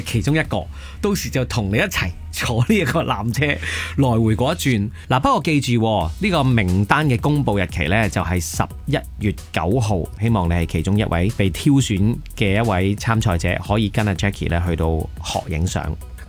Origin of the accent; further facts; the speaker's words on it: Hong Kong; 我哋香港人好需要去呢啲地方超下啦